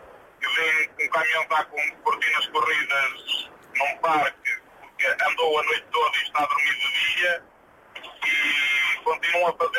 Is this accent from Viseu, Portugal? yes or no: yes; Castro Daire, Viseu, Portugal; Eu sou de Castro Daire.